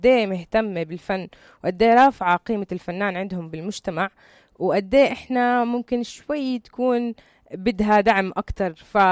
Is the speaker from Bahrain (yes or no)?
no; Jordan; عندنا بالأردن